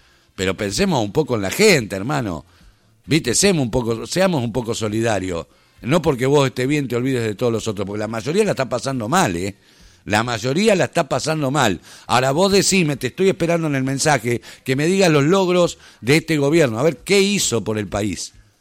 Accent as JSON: {"language": "Spanish", "country": "Argentina", "said": "Qué estúpidos somos los argentinos"}